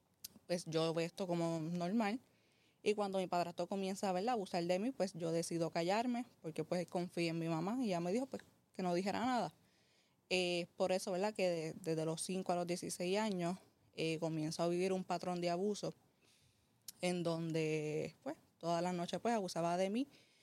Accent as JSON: {"language": "Spanish", "town": "San Juan", "country": "Puerto Rico", "tie": "born there", "also_born_or_lived": "Juncos, Puerto Rico", "said": "Ya a los 3 años, ¿verdad? Fue que yo comencé a vivir en Monte Atillo."}